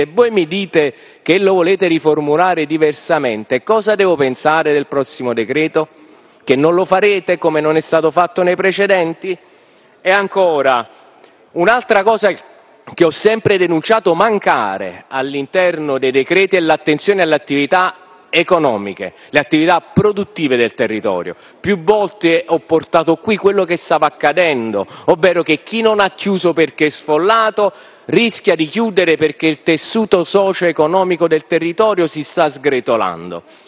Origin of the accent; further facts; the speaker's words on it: Campania, Italy; per il bene della mia terra, per il bene dei Campi Flegrei